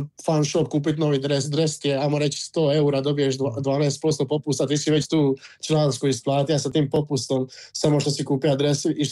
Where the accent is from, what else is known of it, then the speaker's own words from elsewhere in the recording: Croatia; now in Australia; Mogu vam reći ovako, ja koji sam došao iz Hrvatske